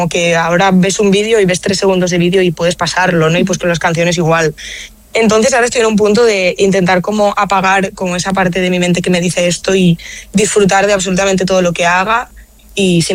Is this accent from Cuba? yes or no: no; Almàssera, Valencian Community, Spain; Ponen una pantalla en mi pueblo, en Almásera.